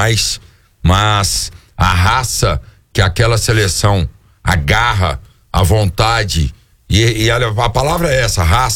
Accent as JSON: {"language": "Portuguese", "country": "Brazil", "said": "olha que eu não sou nada de Argentina, não, hein? Sou brasileiro."}